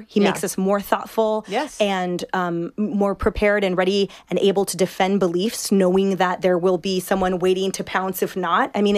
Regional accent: West Coast, United States; because we're from the West Coast

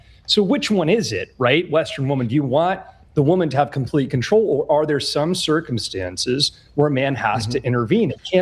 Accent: Ireland; I'm too Irish, I'm too vocal, I'm too flagrant.

